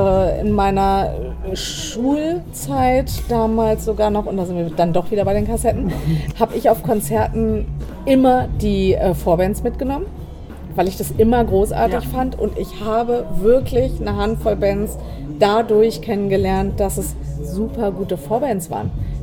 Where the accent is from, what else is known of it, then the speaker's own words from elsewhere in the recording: Lower Saxony, Germany; Ich komme aus einer kleinen Stadt in Niedersachsen und wir sind da natürlich schon irgendwie so unsere 30, 45 Minuten in nächsten Städte gefahren.